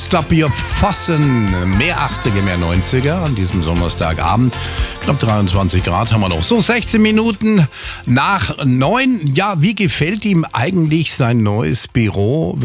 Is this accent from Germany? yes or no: yes; Bavaria, Germany; Ich komme aus dem Oberland und da bin ja stolz drauf.